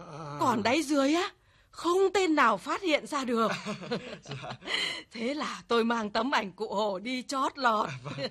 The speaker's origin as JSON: {"language": "Vietnamese", "region": "Northern Vietnam", "country": "Vietnam", "moved": "yes", "lives_now": "Southern Vietnam", "said": "Chúng tôi là dân Bắc, sống ở trong Nam, nhưng bao giờ cũng hướng về quê hương, về cội nguồn."}